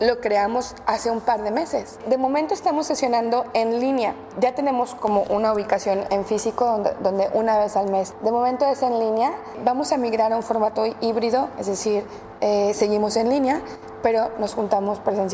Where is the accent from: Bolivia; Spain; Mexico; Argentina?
Mexico; Mexicanos, yo soy mexicana, sí.